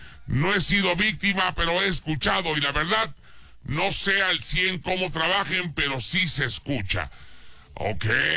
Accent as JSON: {"language": "Spanish", "town": "Guadalajara", "region": "Jalisco", "country": "Mexico", "moved": "yes", "lives_now": "Aguascalientes, Mexico", "said": "yo soy de Guadalajara"}